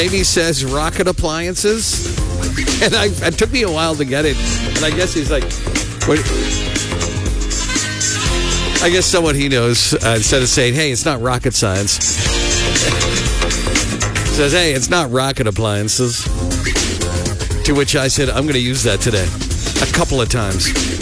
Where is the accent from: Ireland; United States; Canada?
Canada; As a Canadian